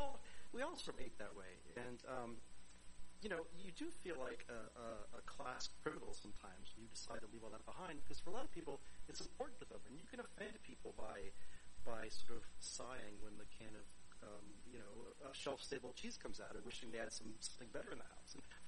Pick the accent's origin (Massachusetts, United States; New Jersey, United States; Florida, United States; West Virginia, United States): West Virginia, United States; Charleston; You know, I grew up in Charleston, West Virginia, and we lived in the suburbs.